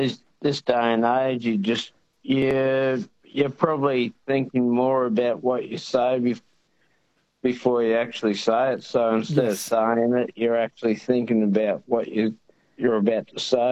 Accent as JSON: {"language": "English", "country": "Australia", "said": "We are Australian people, so a lot of us are that low back kind of."}